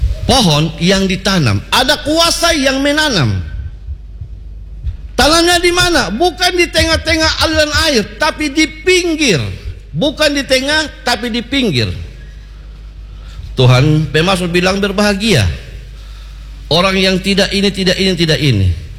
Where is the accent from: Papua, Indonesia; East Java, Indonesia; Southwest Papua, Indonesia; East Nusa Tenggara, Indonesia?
East Nusa Tenggara, Indonesia; Kami orang Pura itu, kami banyak tanam pohon bambu.